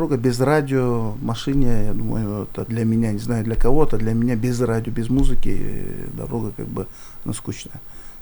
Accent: Naryn, Naryn Region, Kyrgyzstan; я сам с Нарына

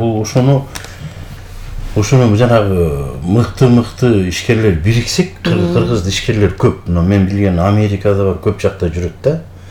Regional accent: Urmaral, Talas Region, Kyrgyzstan; мен өзүм Таластан болом, Бакаят районунун Үрмарал деген айылданмын. Ошол Үрмарал деген айыл ошол чоң өзөн Семеновка кырчын дегендей. Ошол жерде төрөлүп өскөнбүз.

